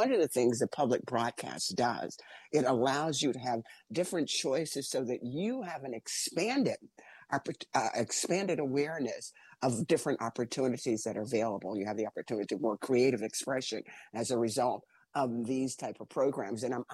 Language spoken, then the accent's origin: English; New York, United States; I'm from New York. There's a huge Haitian community in New York.